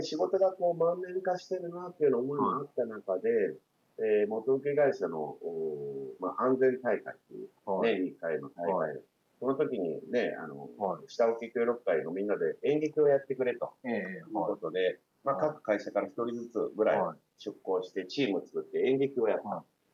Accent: Nagoya, Aichi, Japan; その方も親も、地元の名古屋のね、政治家の方とつながりがあって、

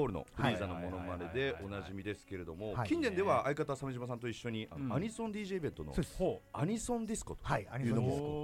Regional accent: Saga, Japan; born there; 僕も九州佐賀県生まれ

